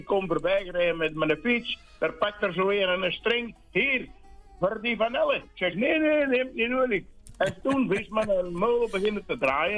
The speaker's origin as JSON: {"language": "Dutch", "town": "Zandhoven", "region": "Flanders", "country": "Belgium", "moved": "yes", "lives_now": "Pulle, Belgium", "said": "Ik ben eigenlijk afkomstig van Zandhoven."}